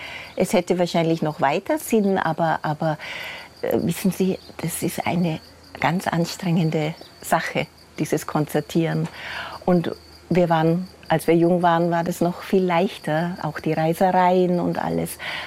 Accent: Salzburg, Austria; born there; Weil unsere Wurzeln sind ja in Vorarlberg. Wir sind zwar alle in Salzburg geboren, aber die Eltern sind Vorarlberger.

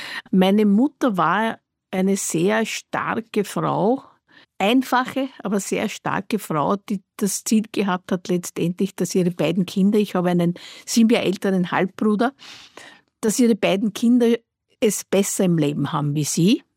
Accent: Vienna, Austria; Na, ich bin ja im alten Floridsdorf aufgewachsen. Ich bin ganz, ganz in der Nähe vom Spitz aufgewachsen, in einem Altbauhaus.

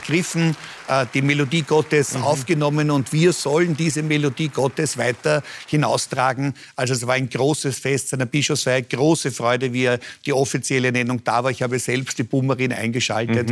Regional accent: Vienna, Austria; Da sitze ich als Kind am Maurerberg außerhalb meines Gemeindebaus im Blick hinunter auf Mauer und Rodauen. Und ich habe eine glückliche Kindheit gehabt.

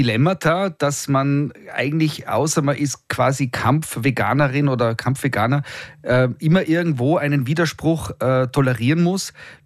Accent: Tyrol, Austria; Kommen verpackt als Hamburger bei uns in Tirol wieder an und ja, man beißt ohne schlechtes Gewissen rein.

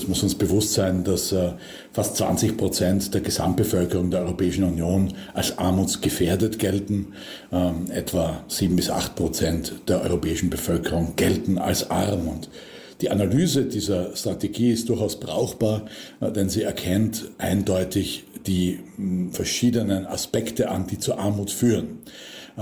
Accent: Austria; zum Teil auch wie bei uns in Österreich in den Bundesländern entschieden werden.

